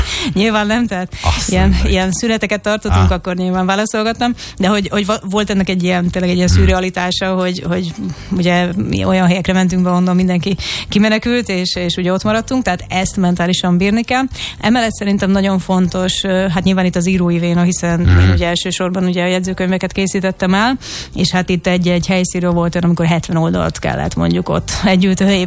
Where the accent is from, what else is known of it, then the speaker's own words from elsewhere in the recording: Hungary; born there; moved away as an adult; now in Budapest, Hungary; Én magam is egyébként vidéken, tehát a szülővárosomban kezdtem a szakmámat, és később kerültem fel nagyjából egy év múlva Budapestre